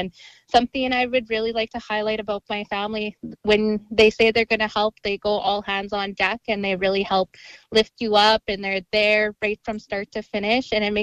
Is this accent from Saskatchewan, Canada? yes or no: yes; Ochapowace First Nation, Saskatchewan, Canada; growing up on Ochapaways First Nation